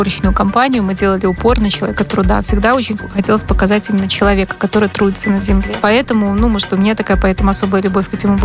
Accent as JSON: {"language": "Russian", "town": "Dzyarzhynsk", "region": "Minsk Region", "country": "Belarus", "tie": "born or raised there", "said": "В этом году областные дожинки в Минской области пройдут в городе Дзержинске. Это мой родной город."}